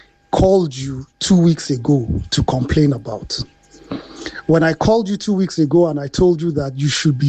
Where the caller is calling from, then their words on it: Cambridge, East of England, United Kingdom; I'm calling you from Cambridge in the United Kingdom.